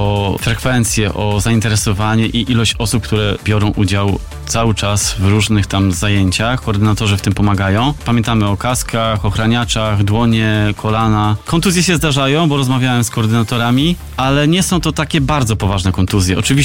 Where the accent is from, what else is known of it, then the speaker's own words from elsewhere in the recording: Ostróda, Warmian-Masurian Voivodeship, Poland; Środowisko tenisa stołowego u nas w Ostródzie jest bardzo fajne, przyjazne.